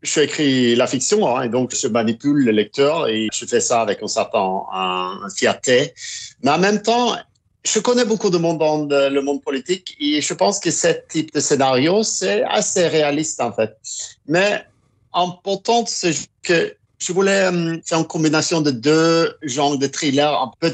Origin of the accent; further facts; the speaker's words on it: Oslo, Norway; born there; French is a second language; also born or lived in Kirkenes, Norway; je suis grandi quand je viens d'Oslo, la capitale de la Norvège, mais je suis grandi 5 ans dans une petite ville qui s'appelle Kirkenes. C'est une ville à la frontière russe